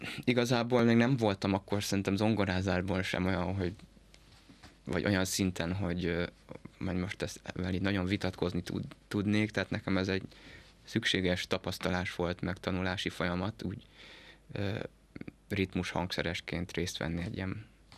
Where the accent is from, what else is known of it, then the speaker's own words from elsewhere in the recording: Budapest, Hungary; Budapesti vagyok, édesanyám réflöpi származású, úgyhogy nekünk a Réflöp egy ilyen bázis.